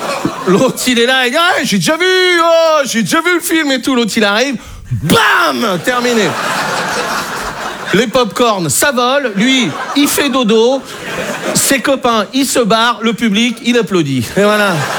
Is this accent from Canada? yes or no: no; Brittany, France